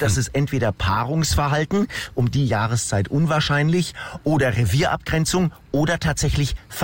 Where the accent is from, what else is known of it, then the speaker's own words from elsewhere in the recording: Berlin, Germany; Aber da müssen wir als Berliner durch, ich werde nicht der Einzige sein.